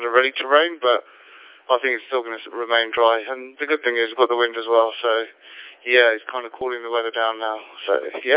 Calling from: West Midlands, United Kingdom; so I'm calling from Warwickshire.

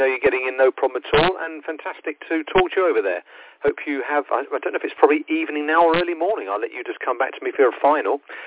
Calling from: Eastbourne, South East England, United Kingdom; I'm not far from Brighton. I'm further east along the coast in a place called Eastbourne. Not far from about sort of 40 minutes from Brighton, further along the coast.

